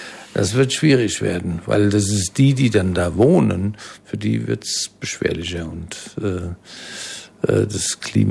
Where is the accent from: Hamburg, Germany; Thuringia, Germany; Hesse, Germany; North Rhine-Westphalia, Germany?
Hesse, Germany; Frankfurt; Wir müssen nur als Frankfurter dafür sorgen, dass die Grünflächen erhalten bleiben